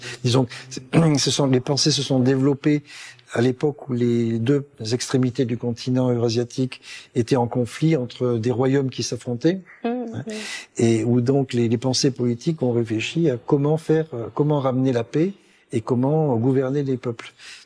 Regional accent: France; je suis français et que j'habite en France.

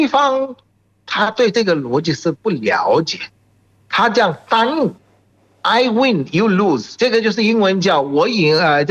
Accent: Bangladesh; Chinese is a second language; now in China

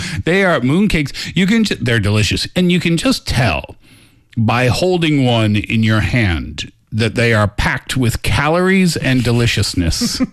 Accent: Canada; As a Canadian, I like to call them delicious hockey pucks.

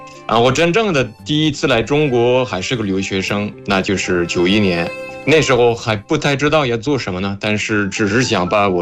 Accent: Paris, Île-de-France, France; born there; Chinese is a second language; moved away; 我是法国人，然后

